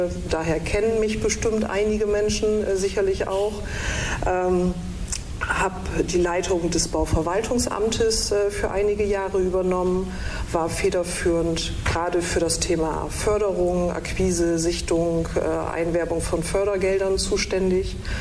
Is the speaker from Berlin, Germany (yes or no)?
no; Nordenham, Lower Saxony, Germany; Ich bin hier in Nordenham schon geboren, aufgewachsen, also meine Kindheit, meine Jugend in Fedderwaddersiel, direkt also am Wasser, am Hafen tatsächlich. Ich komme auch dort aus einer Fischerfamilie, Krabbenfischerei